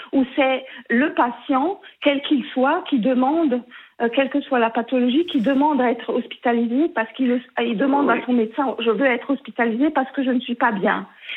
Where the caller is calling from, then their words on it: Grand Est, France; je suis en Alsace.